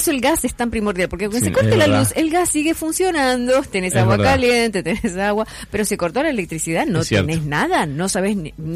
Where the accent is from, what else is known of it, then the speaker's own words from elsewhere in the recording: Argentina; nosotros como argentinos de este lado de la cordillera.